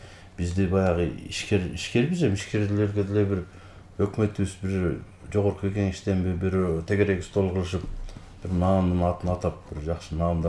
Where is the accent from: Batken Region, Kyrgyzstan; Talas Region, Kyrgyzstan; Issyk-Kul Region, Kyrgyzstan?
Talas Region, Kyrgyzstan; Urmaral; Мен өзүм эле тиги мекенимди, төрөлүп өскөн жеримди айтайын, мен өзүм Таластан болом, Бакаяты районунун Үрмарал деген айылданмын.